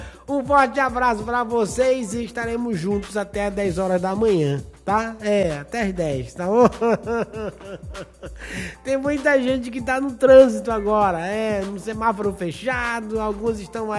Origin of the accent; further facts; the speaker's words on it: Belém, Pará, Brazil; now in Roraima, Brazil; lá para Belém do Pará, lá para minha terra